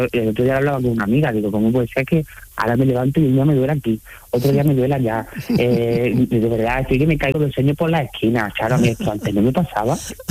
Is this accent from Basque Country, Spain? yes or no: no; Córdoba, Andalusia, Spain; born there; also born or lived in Sevilla / Granada; now in Málaga, Spain; yo soy nacido en Córdoba. Entonces, pues, en mi ciudad, evidentemente, en Sevilla, en Granada y en Málaga, que es donde estoy a día de hoy viviendo y trabajando.